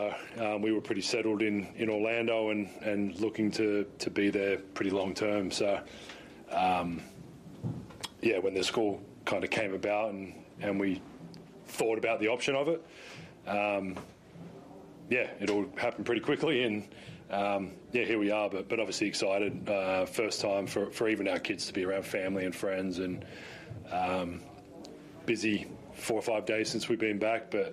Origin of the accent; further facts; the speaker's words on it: Australia; moved away as an adult; also born or lived in United States; now in Melbourne, Australia; So obviously I'm Australian. My kids are Australian and all that. We wanted to live here eventually.